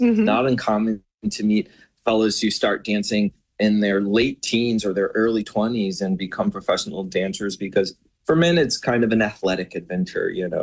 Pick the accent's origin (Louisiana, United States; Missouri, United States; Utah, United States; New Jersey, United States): Missouri, United States; St. Louis; growing up in St. Louis, Missouri